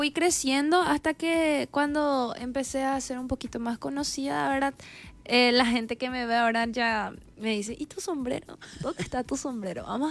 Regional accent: Paraguay; Empecé con la música paraguaya, entonces me encanta porque es nuestra identidad, nuestra es la que nos identifica como buenos paraguayos

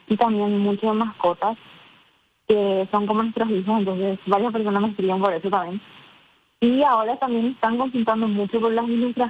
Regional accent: Asunción, Paraguay; Sí, de Asunción, sí.

